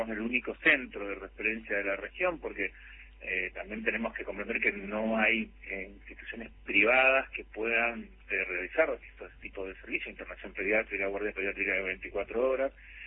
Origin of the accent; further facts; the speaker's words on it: Curuzú Cuatiá, Corrientes, Argentina; now in Puerto Iguazú, Argentina; Yo soy de Cruzucuatía.